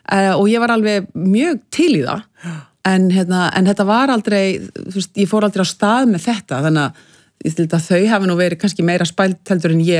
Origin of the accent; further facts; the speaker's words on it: Reykjavík, Capital Region, Iceland; en ég uppalinn í Reykjavík, skólagangan var hérna í Breiðholtinu sko